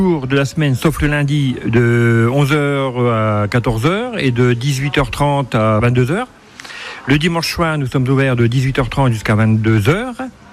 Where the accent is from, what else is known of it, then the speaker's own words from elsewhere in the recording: Hauts-de-France, France; moved away as an adult; now in Haute-Saône, France; je suis ch'ti.